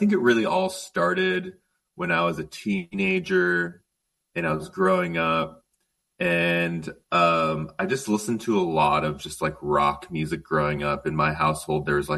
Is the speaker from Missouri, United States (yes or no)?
no; Wenatchee, Washington, United States; No, I grew up in Central Washington. So I grew up in Wenatchee, Washington, which is in the Columbia Basin. And it's a couple hours south of the Colville Reservation, where my family is from.